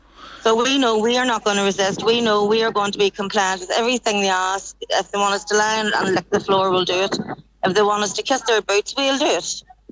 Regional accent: Northern Ireland, United Kingdom; because I'm Irish and I'm born under occupation in the north, and people might laugh at that, but I was born a British citizen and my children are born British citizens.

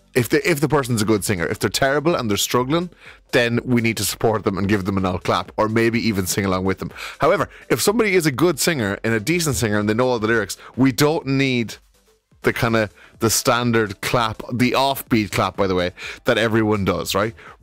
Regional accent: Ireland; As Irish people, we absolutely love them.

